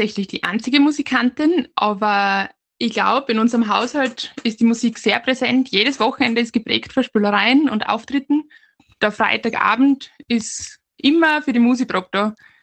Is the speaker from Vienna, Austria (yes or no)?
no; Neudau, Styria, Austria; Ich bin aus der Oststeiermark, aus Neudau genauer gesagt.